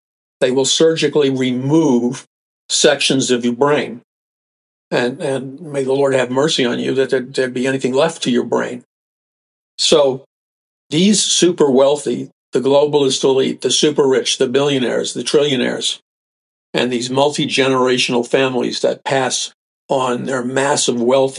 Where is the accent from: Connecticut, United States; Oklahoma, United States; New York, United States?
New York, United States; New York City; I remember growing up in New York City, people talk very straight